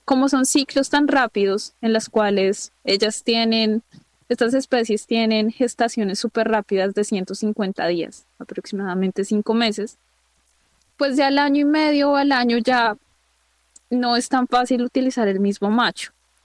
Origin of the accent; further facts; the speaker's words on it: Colombia; Como colombianos a veces nos cuesta mirar esta parte, ¿sí?